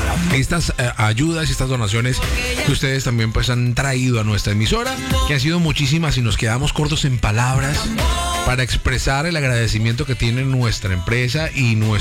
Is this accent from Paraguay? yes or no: no; Colombia